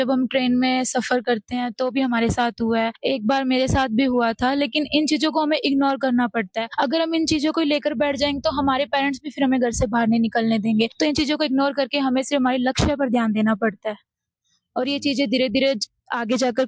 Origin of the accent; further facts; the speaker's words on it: Sri Ganganagar, Rajasthan, India; और मैं श्री गंगानगर राजस्थान से हूँ